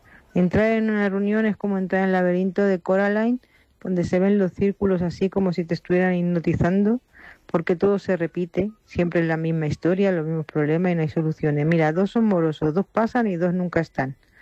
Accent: Madrid, Community of Madrid, Spain

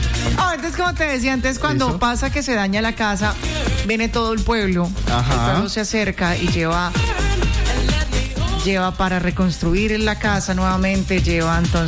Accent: Cali, Valle del Cauca, Colombia; a mí me duele mi Cali, soy de aquí de Cali.

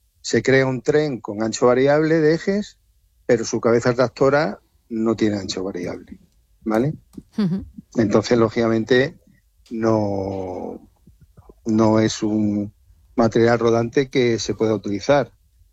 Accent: Almería, Andalusia, Spain; Primero, los almerienses, nuestra forma de ser, nuestro carácter no ha ayudado para nada. Somos un pueblo poco reivindicativo

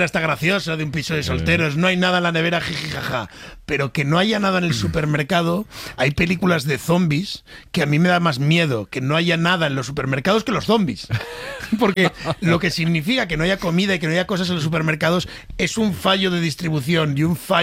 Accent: Asturias, Spain; En efecto, por eso yo siendo asturiano, no, y imposible.

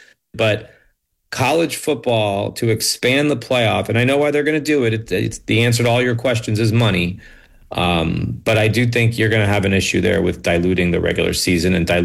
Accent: Rhode Island, United States; even a kid growing up in Rhode Island and in the Northeast, I mean, we had Providence College

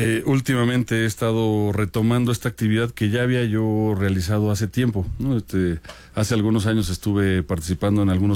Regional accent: State of Mexico, Mexico; also born or lived in Culiacán, Sinaloa; mis hermanos, yo ya somos mexiquenses, ya crecimos acá.

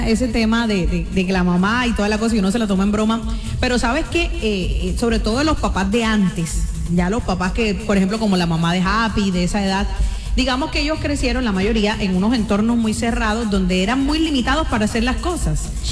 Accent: Cartagena, Bolívar, Colombia; somos las cartageneras.

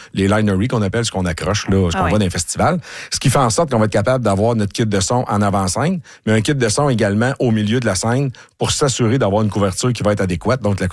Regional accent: Saint-Alexis-des-Monts, Quebec, Canada; Je viens de Saint-Alexis-des-Monts.

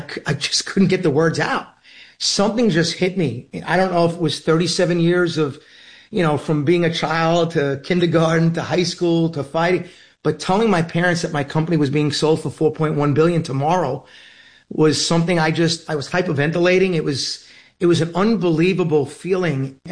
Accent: Queens, New York, United States; It's why I always say … from Queens, right?

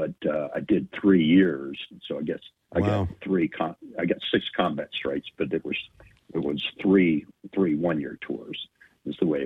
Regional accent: Deep South, United States; Fortunately, growing up in the Deep South, I was used to heat

